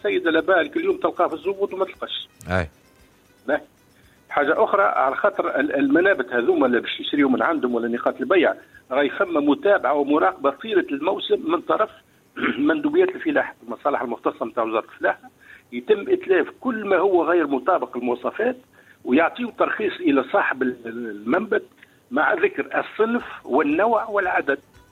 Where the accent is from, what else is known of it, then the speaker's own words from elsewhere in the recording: Sahel, Tunisia; اللوز مثلا اللي يمشي عندنا في الساحل هنا العشاق القسنطيني الزحاف المازيتو والزهر.